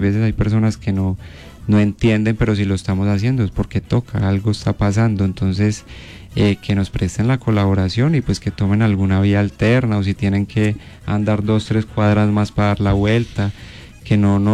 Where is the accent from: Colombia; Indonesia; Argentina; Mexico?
Colombia; todos como buen colombiano, nos dejamos coger la noche